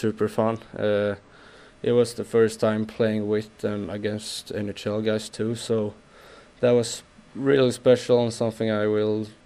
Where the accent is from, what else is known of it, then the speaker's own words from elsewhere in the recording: Västra Götaland, Sweden; My hometown is pretty close to Gothenburg, so yeah, even since I started to play, like Frölunda has always been my team.